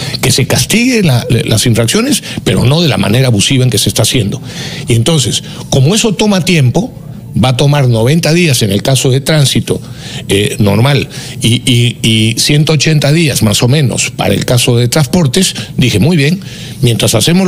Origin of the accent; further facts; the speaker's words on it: Peru; A mí me indignó como peruano.